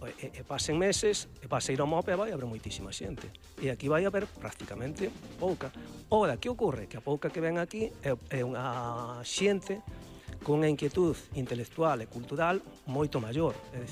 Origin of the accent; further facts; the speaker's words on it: Galicia, Spain; Eu considérome, eu vou decir como galego, que o galego somos moi prudentes e moi tal